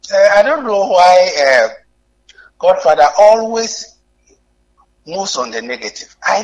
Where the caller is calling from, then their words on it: Nungwa, Greater Accra, Ghana; from Nungwa.